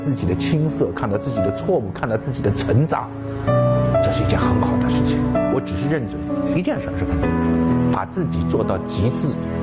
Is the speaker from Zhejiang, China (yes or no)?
yes; Wuzhen, Zhejiang, China; 因为我的家乡乌镇曾经非常落后，然而乌镇在那时候最落魄的时候，的确乌镇还是保留了很多的图书室，也有很多的电影院。我外婆家跟茅盾家很近啊，不到50米。